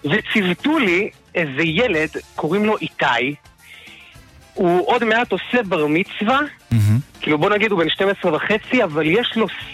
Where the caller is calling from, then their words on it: Bnei Brak, Tel Aviv District, Israel; אני מבני ברק.